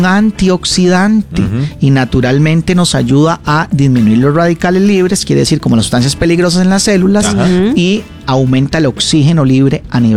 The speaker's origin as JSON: {"language": "Spanish", "country": "Costa Rica", "said": "nos involucra a todos como costarricenses"}